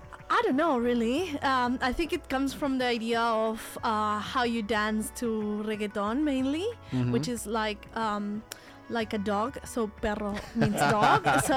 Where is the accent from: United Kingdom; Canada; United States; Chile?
Chile; moved away; I come from Chile, the south of America. We have like a different taste. We're a colder weather country